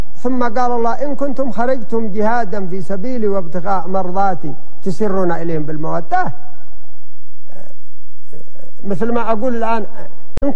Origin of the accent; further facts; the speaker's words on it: Yemen; عندنا في اليمن